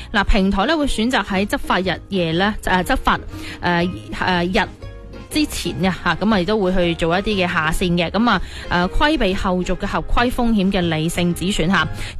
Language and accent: Cantonese; Guangdong, China; 对我哋广东人嚟讲就快到